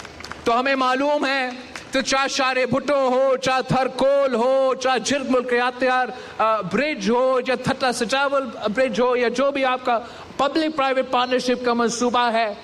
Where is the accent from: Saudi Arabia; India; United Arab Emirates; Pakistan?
United Arab Emirates; تو میں یو اے ای میں بڑا ہوا, وہاں تعلیم حاصل کی